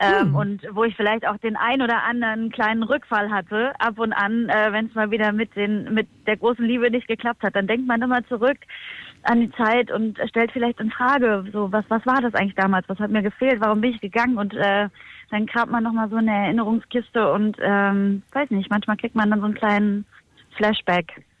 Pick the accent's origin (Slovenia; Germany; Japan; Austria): Germany; Halberstadt, Saxony-Anhalt; die wichtigste Station war einfach meine Heimatstadt, Halberstadt, für mich da groß zu werden, wo irgendwie große Träume in der Kleinstadt wachsen konnten